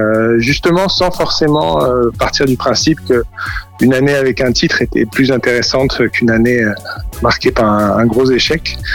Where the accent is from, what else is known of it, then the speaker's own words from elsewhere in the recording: Paris, Île-de-France, France; Moi, je suis parisien, donc j'ai la chance de pouvoir aller très facilement à la Bibliothèque nationale de France